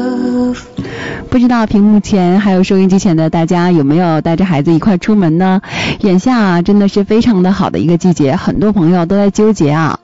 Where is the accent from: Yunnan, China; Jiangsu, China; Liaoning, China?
Liaoning, China; 我们的家乡鲅鱼圈